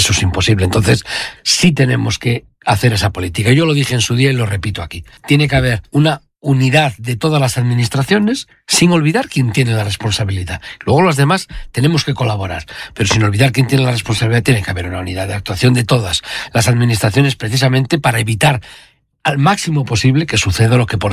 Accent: Bembibre, Castile and León, Spain; cuando salgo de Madrid y digo, me voy para mi tierra. Yo vivo en Bembibre. Bembibre no es un pueblo pequeño, pero allí estoy encantado de la vida.

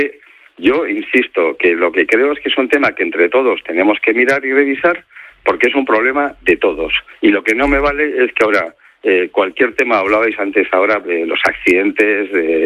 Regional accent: Basque Country, Spain; Mira, donde más absentismo hay en España es en mi tierra, en el País Vasco, y es donde los salarios son más altos.

